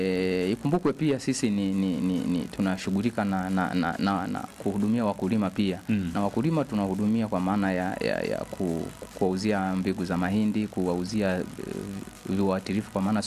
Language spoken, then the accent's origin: Swahili; Bunda, Mara, Tanzania; born there; Unajua mimi ni mzaliwa wa Bunda. Kwa hiyo nina jamii inayonizunguka ya ndugu zangu, familia, ujumbani Bunda, nyumbani upande wa baba Bunda.